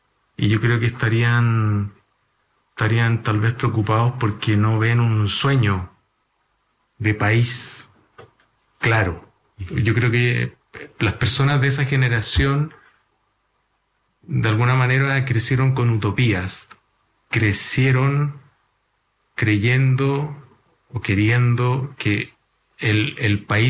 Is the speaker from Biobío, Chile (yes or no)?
yes; Arauco, Biobío, Chile; en la playa de Arauco, de mi pueblo natal.